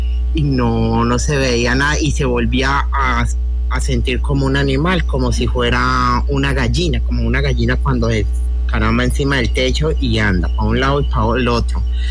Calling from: Venadillo, Tolima, Colombia; Desde acá del norte del Tolima, desde una vereda del municipio de Venadillo

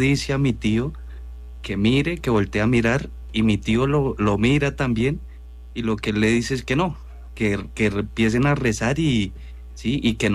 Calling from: Barbosa, Santander, Colombia; yo soy santanderiano de Barbosa

